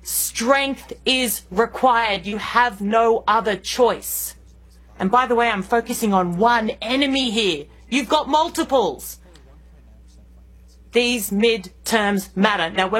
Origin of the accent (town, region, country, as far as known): Indonesia; born or raised there; also born or lived in Australia